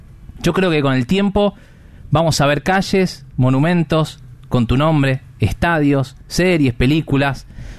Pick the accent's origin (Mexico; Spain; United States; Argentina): Argentina; Rosario, Santa Fe; se nos infla realmente el pecho y el alma como rosarinos.